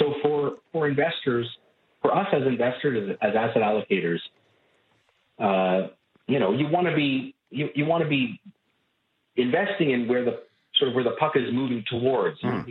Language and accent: English; Edmonton, Alberta, Canada; moved away; I'm actually originally from Edmonton